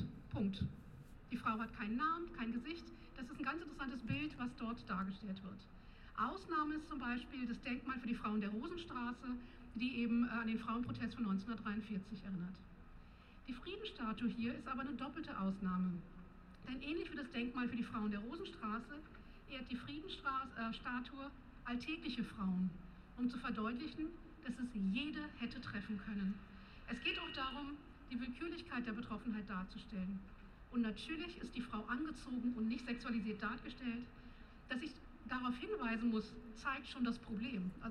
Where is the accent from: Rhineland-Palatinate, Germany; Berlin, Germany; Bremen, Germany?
Berlin, Germany; denn als Berlinerin bin ich euch sehr dankbar